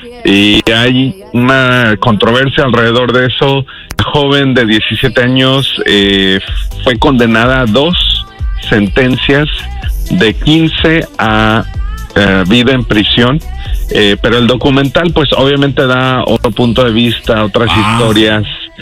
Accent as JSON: {"language": "Spanish", "town": "San Diego", "region": "California", "country": "United States", "tie": "born or raised there", "also_born_or_lived": "Tijuana, Mexico", "said": "En Tijuana hasta los 5 y después en San Diego."}